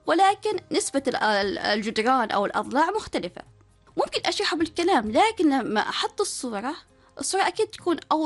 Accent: Oman; إيش علاقة لأن إحنا كعمانيين بالمسجد الأقصى.

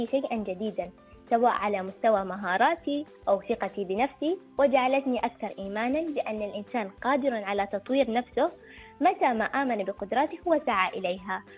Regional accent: Oman; ولا أنسى بلادي عمان

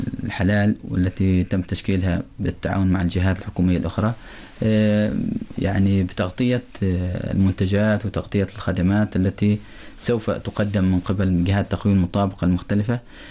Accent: Oman; معانا في سلطنة عمان

